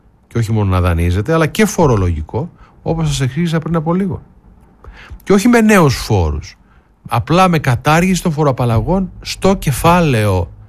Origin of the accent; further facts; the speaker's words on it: Eitorf, North Rhine-Westphalia, Germany; Από το Άιτορφ, άρε Γιωργάρα μου. Εκεί γεννήθηκα και μεγάλωσα παιδιά στη Γερμανία.